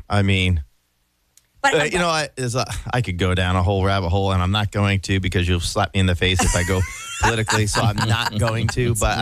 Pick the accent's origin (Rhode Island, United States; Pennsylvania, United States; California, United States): Rhode Island, United States; because I'm a Patriots fan, I was originally from Rhode Island